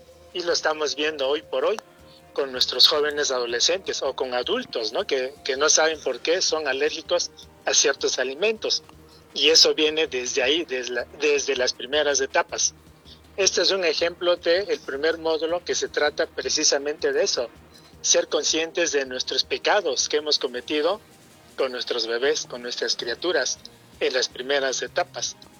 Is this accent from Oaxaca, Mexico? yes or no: yes; Oaxaca, Mexico; now in Tlaxiaco, Mexico; yo soy de la Sierra Norte, Sierra Juárez, pero tengo casi 35 años aquí en Tlaxiaco